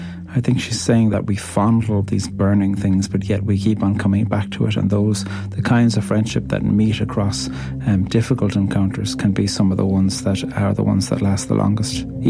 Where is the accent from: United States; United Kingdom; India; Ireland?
Ireland; I'm an Irish poet